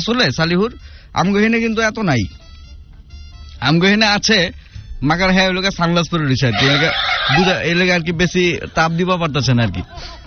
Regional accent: Bangladesh; এইটুকুই বুঝে আমি একজন বাংলাদেশি

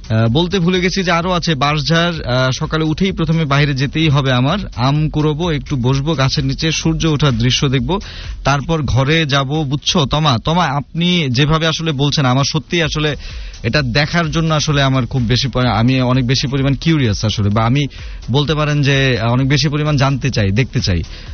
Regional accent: Dhaka, Dhaka Division, Bangladesh; গ্রামের বাড়ি, আমি ঢাকার স্থানীয়, পুরান ঢাকার, পুরান ঢাকার কাছাকাছি।

